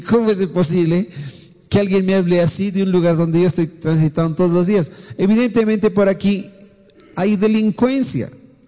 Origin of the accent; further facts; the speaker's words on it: La Paz, Bolivia; Me dice, sí, exactamente, somos de La Paz.